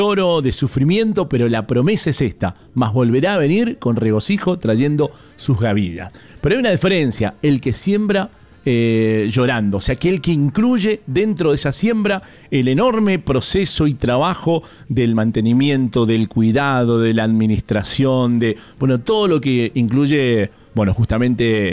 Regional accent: Mendoza, Argentina; Bueno, acá como mendocinos sabemos cómo de repente en tiempo de en este tiempo, en esta época, el tema de las heladas

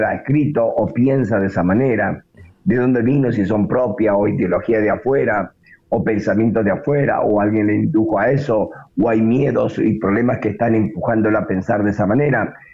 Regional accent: Argentina; soy argentino y me gusta que Argentina gane

